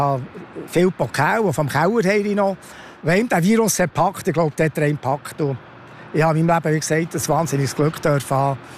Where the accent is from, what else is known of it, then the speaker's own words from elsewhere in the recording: Switzerland; ich hoffe, dass wir irgendwo bei uns in der Schweiz die Visionäre noch finden